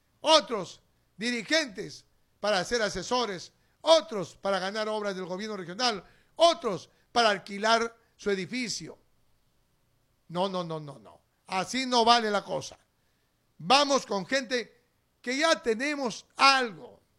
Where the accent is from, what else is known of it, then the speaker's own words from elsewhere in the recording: Chiclayo, Lambayeque, Peru; moved away as an adult; now in Utcubamba, Peru; Así, chiclayano, de nacimiento. Yo quiero a mi tierra Chiclayo, correcto, no puede ser que no. Ahí he nacido, he crecido, he estudiado, me he formado y he venido acá después a trabajar.